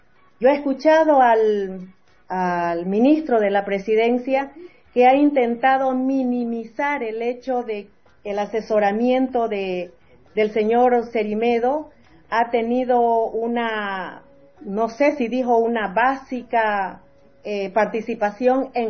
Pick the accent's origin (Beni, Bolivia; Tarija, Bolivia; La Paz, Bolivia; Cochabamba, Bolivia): Beni, Bolivia; Trinidad; Estoy acá en mi tierra, estoy en Trinidad, llegando de participar en la fiesta de mi pueblo después de muchísimo tiempo.